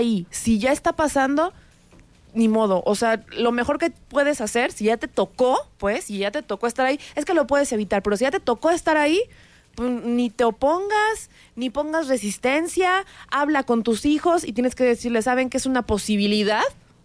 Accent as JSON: {"language": "Spanish", "country": "Mexico"}